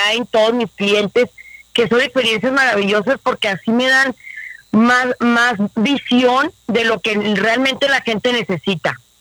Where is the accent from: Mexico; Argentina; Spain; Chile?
Mexico; como somos buenos mexicanos